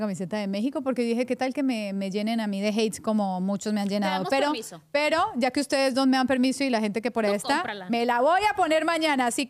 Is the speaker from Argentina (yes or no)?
no; Colombia; now in United States; Soy colombiana a mucho honor